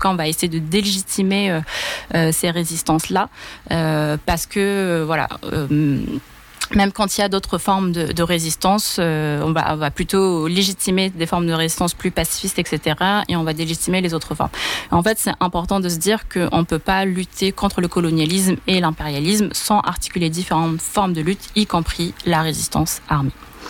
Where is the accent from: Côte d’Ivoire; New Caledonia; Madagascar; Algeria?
Algeria